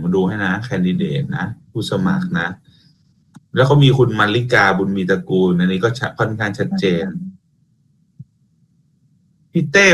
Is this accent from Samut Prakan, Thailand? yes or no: yes; Samut Prakan, Thailand; ผมก็ไม่ใช่คนกทม.นะผมสมุดประการบุญนะ